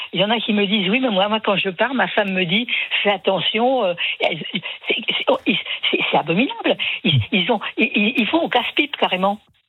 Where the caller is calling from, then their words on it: Marseille, Provence-Alpes-Côte d'Azur, France; Moi, je suis à Marseille.